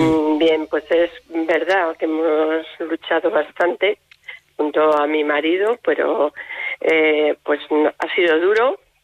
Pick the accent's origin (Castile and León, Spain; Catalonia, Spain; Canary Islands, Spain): Castile and León, Spain; Salamanca; moved away as an adult; also born or lived in Vitoria; now in La Rioja, Spain; soy salmantina.